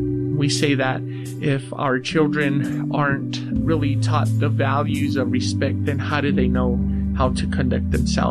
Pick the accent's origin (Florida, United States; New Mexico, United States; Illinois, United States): New Mexico, United States; I am from the Pueblos of Cochiti and San Felipe and I come from the Oak Clan.